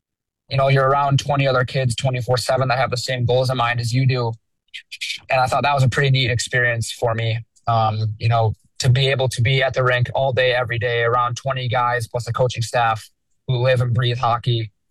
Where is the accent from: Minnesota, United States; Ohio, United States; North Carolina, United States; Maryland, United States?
Minnesota, United States; Minnetonka; growing up in Minnetonka was great. No bad things to say there, only great things to say